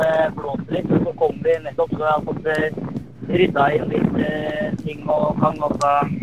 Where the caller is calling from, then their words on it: Saltnes, Østfold, Norway; Jeg er fra Saltnes.